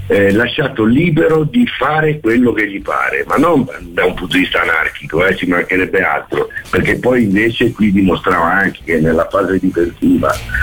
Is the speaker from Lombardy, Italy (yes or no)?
no; Rome, Lazio, Italy; born there; io sono nato a Roma